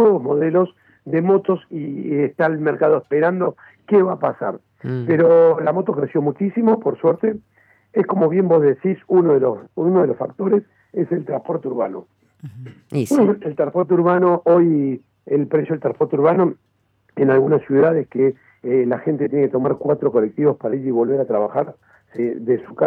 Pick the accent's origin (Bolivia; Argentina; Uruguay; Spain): Argentina; Nosotros somos una Argentina que es cambiante.